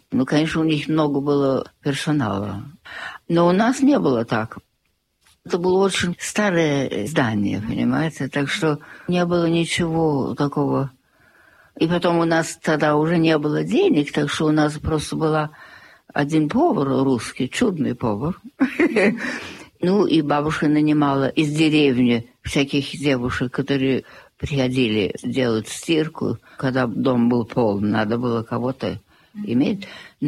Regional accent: Bavaria, Germany; also born or lived in Munich; А, ну да. То есть я родилась в госпитале в Мюнхене. Ага. Ну, это недалеко. Да.

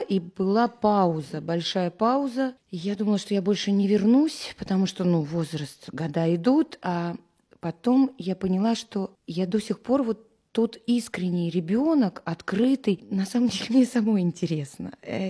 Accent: Yaroslavl, Yaroslavl Oblast, Russia; moved away as an adult; now in Saint Petersburg, Russia; папа мой здесь родился, а уже я родилась в Ярославле, как-то, ну, осели, ассимилировались

